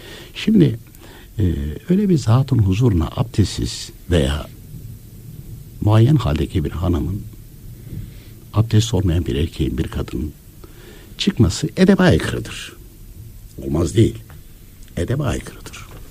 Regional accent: Konya, Turkey; kendim Konyalıyım

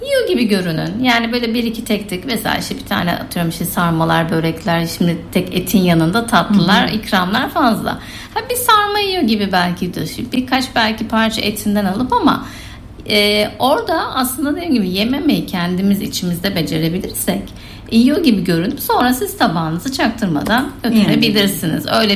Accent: Central Anatolia, Turkey; ben de İç Anadolu bölgesindeyim.

